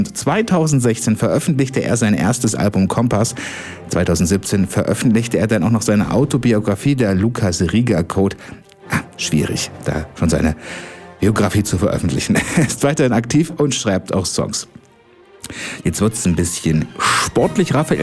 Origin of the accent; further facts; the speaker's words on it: Thuringia, Germany; moved away; ich bin ja gebürtiger Thüringer